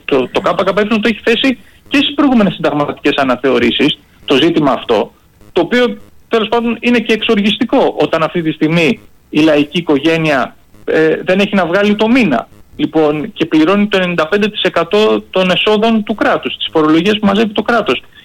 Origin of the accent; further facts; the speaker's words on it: Thessaly, Greece; για παράδειγμα που είμαι και από τη Μαγνησία